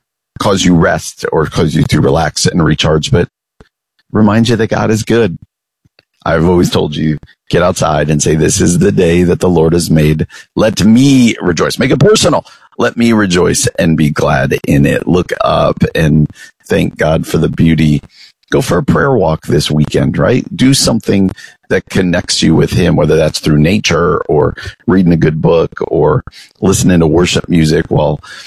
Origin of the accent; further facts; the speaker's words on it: New Jersey, United States; I grew up in New Jersey. One of the things I miss most about New Jersey is access to the ocean.